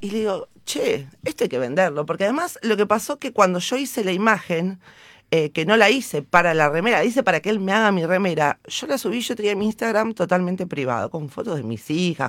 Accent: Argentina

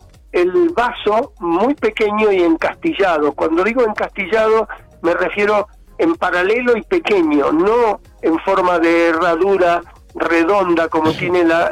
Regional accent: Argentina; Y hay tanta cosa que no recuperamos los argentinos.

